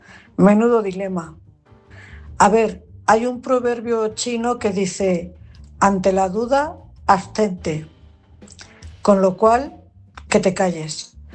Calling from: Cuenca, Castilla-La Mancha, Spain; Buenas noches … corresponsal de Cuenca.

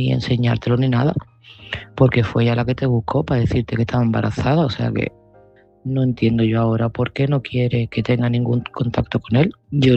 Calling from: Seville, Andalusia, Spain; de Sevilla y este mensaje va para Pedro.

